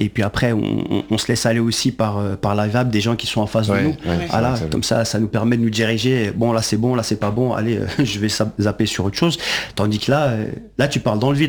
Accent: Belgium; moi je suis belge, je suis venu régler mes comptes, voilà.

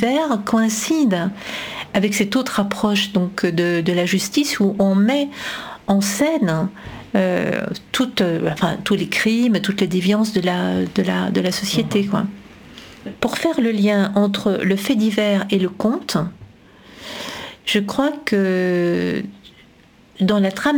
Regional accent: Belgium; je suis belge

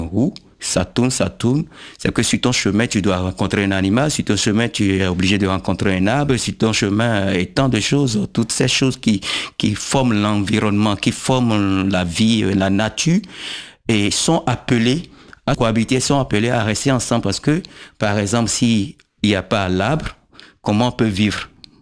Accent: Abomey, Zou, Benin; born or raised there

